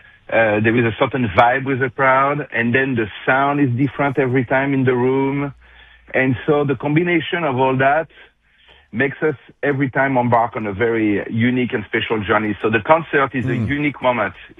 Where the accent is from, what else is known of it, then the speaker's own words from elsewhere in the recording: Fontainebleau, Île-de-France, France; moved away; I grew up in Fontainebleau, France.